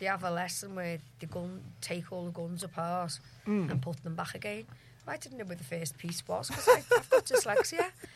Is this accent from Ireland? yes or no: yes; Ireland; So what happened was when they really wanted me to go, they weren't bothered about me being Irish then.